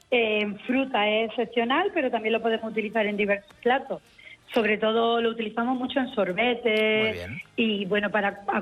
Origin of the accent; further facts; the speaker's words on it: Sayalonga, Andalusia, Spain; born there; Sí, yo soy nacida en Sayalonga, mis padres son de Sayalonga